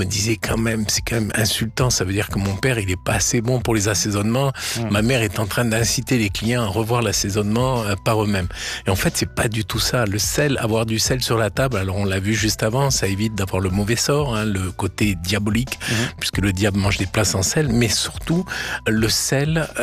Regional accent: Provence-Alpes-Côte d'Azur, France; moi, je viens de Camargue, comme mon accent l'indique. Et mes parents avaient un restaurant en Camargue.

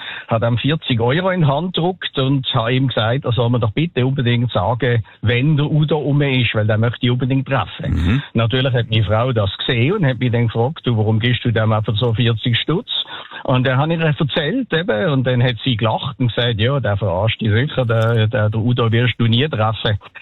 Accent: Lucerne, Switzerland

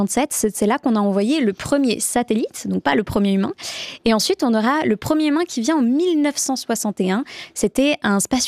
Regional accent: Switzerland

